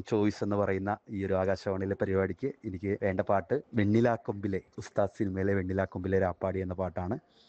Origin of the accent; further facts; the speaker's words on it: Thuravoor, Kerala, India; ഞാൻ ആലപ്പുഴ ജില്ലയിലെ തുറവൂർ സ്വദേശിയാണ്. ഞാനൊരു അധ്യാപകനാണ്.